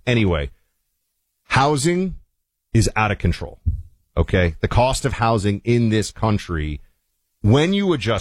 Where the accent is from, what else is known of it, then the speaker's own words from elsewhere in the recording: New York, United States; Now, I'm somebody who did move, so I mean, I'm from New York